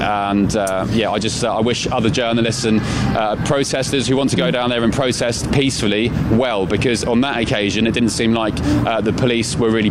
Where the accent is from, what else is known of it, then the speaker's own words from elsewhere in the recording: London, United Kingdom; I'm a journalist from London.